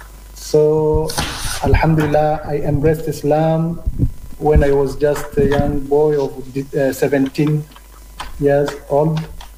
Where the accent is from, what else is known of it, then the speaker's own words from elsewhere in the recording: Kirundo Province, Burundi; from Burundi, East Africa, in one province called Kirundo.